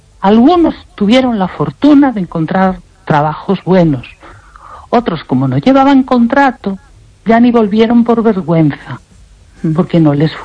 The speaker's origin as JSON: {"language": "Spanish", "town": "Lugo", "region": "Galicia", "country": "Spain"}